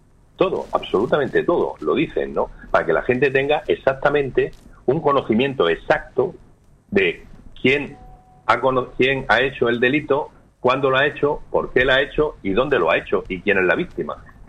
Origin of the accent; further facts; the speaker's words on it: El Ejido, Andalusia, Spain; Sí, sí, soy un ciudadano de Elegido que comparto mi ciudadanía como elegidense con 35.000 árabes.